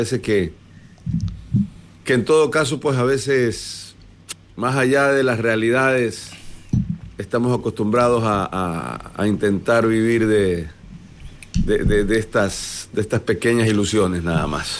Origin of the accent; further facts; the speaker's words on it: Ecuador; como ecuatoriano no pierdo la fe